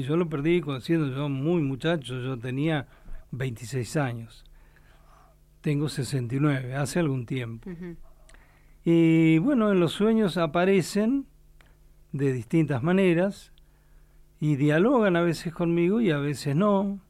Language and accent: Spanish; Caleta Olivia, Santa Cruz, Argentina; Y era un chiste de mal, yo me crié en Caleta Olivia.